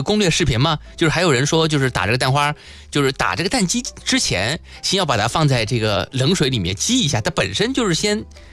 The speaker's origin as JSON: {"language": "Chinese", "town": "Nanjing", "region": "Jiangsu", "country": "China", "said": "但是在我们南京人的餐桌上的话"}